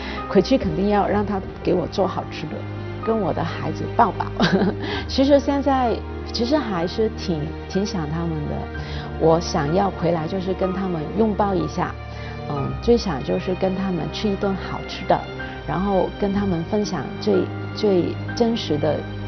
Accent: Hong Kong; 我们香港那边

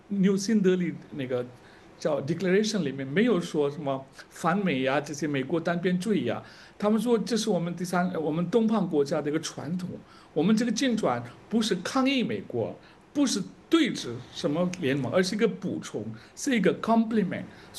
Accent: India; 我们印度人

